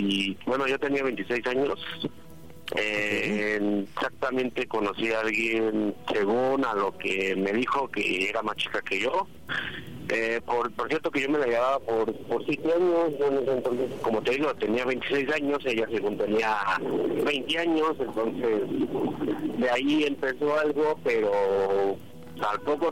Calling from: Mexico City, Mexico; 33 años, de la Ciudad de México.

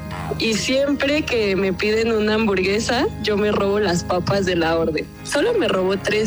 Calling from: Mexico City, Mexico; De Ciudad de México.

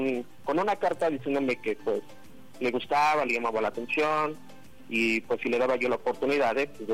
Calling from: State of Mexico, Mexico; Tengo 32 y soy del Estado de México.

